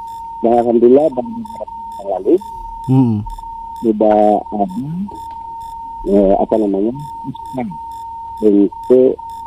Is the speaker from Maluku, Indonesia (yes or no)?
yes; Masohi, Maluku, Indonesia; lalu untuk di apa daerah saya itu ada lebih dari 20 di Kota Masehi